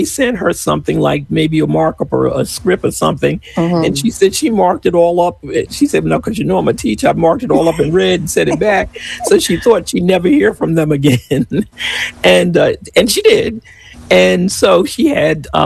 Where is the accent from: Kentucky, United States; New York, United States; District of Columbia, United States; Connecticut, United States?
New York, United States; New York City; I'm from Brooklyn.